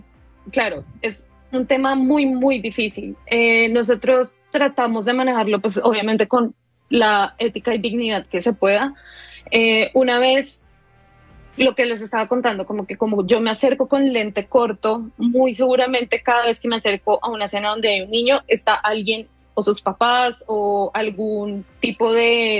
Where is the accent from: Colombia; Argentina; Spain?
Colombia; Bogotá; yo soy de Bogotá